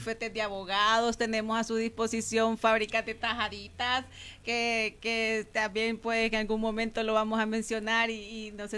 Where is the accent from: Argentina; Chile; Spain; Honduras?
Honduras; Tegucigalpa, Francisco Morazán; Soy de Tegucigalpa, nací en Tegucigalpa y crecí en Tegucigalpa, capitalina 100%, pero amo el campo